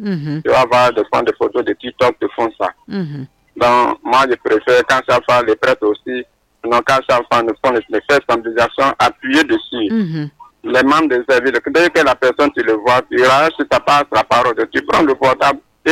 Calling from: Bondoukou, Zanzan, Côte d’Ivoire

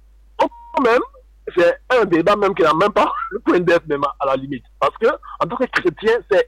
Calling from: Abidjan, Côte d’Ivoire; J'appelle de Yopougon.

